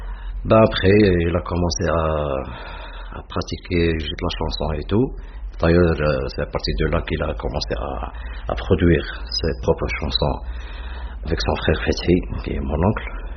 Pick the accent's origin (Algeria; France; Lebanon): Algeria; Tlemcen, Tlemcen Province; born there; Là, actuellement, on est à Tlemcen, ma ville natale. Celle de mon père et des grands-pères. Tlemcen, voilà, c'est la frontière du Maroc.